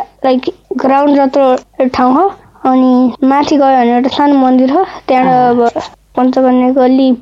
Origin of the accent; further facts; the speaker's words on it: a village near Kathmandu district, Bagmati, Nepal; मेरो गाउँ चाहिँ अब काठमाडौँ जिल्लाको धेरै नजिक पर्यो